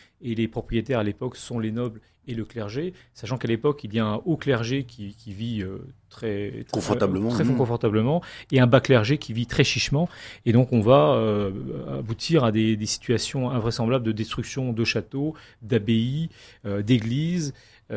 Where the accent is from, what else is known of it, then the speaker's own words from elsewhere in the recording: Grand Est, France; qui peut nous intéresser en tant que Lorrain